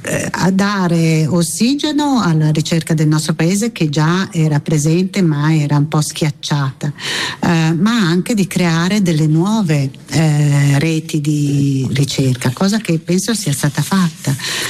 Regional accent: Milan, Lombardy, Italy; l'Istituto Don Gnocchi, che io da milanese conoscevo come milanese

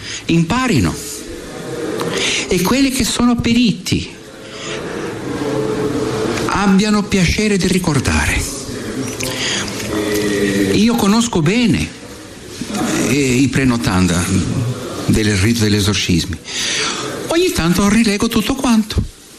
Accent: Brazil; Io vengo dal Brasile

